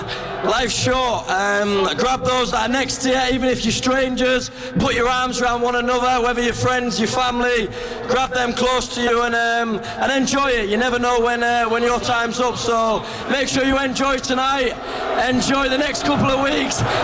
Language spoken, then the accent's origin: English; Hull, Yorkshire and the Humber, United Kingdom; to stand here as captain of my hometown club